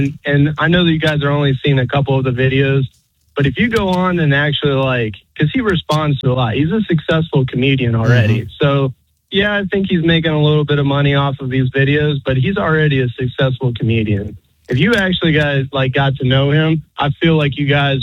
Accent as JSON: {"language": "English", "region": "Georgia", "country": "United States", "said": "I'm from the South down in Georgia."}